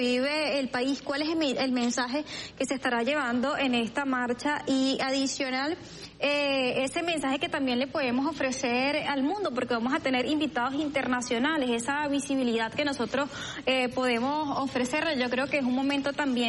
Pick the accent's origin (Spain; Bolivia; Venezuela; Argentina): Venezuela; de lo que somos los venezolanos.